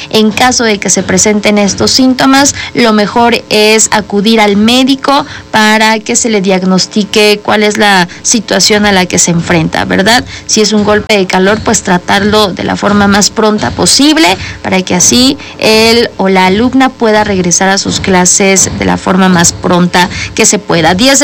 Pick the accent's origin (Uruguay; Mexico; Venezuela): Mexico; Puebla; siendo poblanas y poblanos